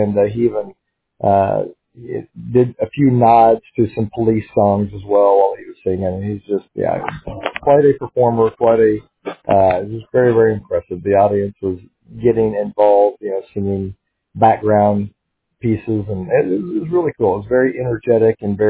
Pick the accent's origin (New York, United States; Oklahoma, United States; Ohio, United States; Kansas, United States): Oklahoma, United States; Stillwater; now in Norman, United States; So I went to Oklahoma State, had 2 degrees there, and grew up in Stillwater.